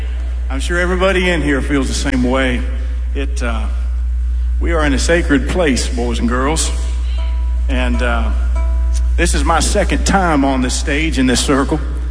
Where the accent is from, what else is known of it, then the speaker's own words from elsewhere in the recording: Dayton, Ohio, United States; I come from Dayton, Ohio, around Dayton, Ohio. I'll shout out Selma, Ohio, from the Grand Ole Opry stage.